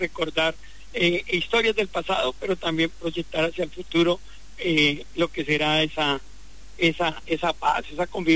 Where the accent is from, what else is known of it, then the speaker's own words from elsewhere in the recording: Bogotá, Colombia; Nosotros somos de Bogotá y pues en Bogotá se sintió muy fuerte el temblor